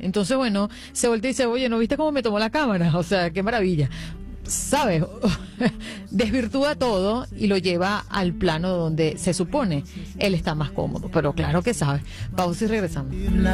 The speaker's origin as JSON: {"language": "Spanish", "country": "Venezuela", "moved": "yes", "lives_now": "United States", "said": "desde nuestro punto de vista de inmigrante. En mi caso, muchos venezolanos se han tenido que venir"}